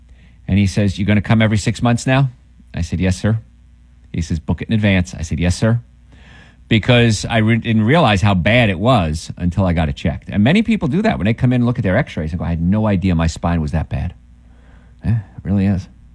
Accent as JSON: {"language": "English", "region": "New Jersey", "country": "United States", "tie": "born or raised there", "said": "I grew up in New Jersey with the Hud"}